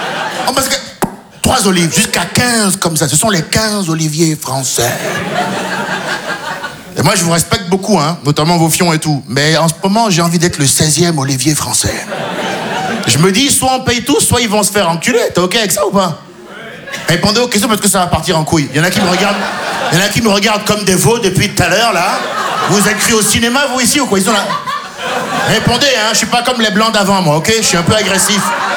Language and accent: French; Benin; Je me dis, je suis franco-béninois. Ouais, je me dis, maintenant, quand les impôts, ils viennent, je suis béninois.